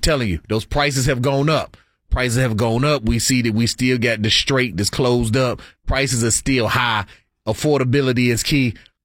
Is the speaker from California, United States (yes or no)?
no; Henderson, North Carolina, United States; It happened in my hometown in Henderson, North Carolina.